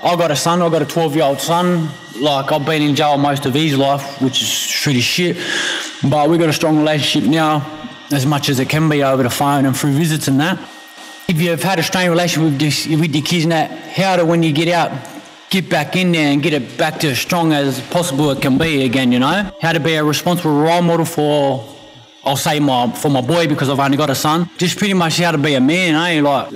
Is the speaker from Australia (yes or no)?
yes; Mount Druitt, New South Wales, Australia; I grew up in Mount Druitt all my life.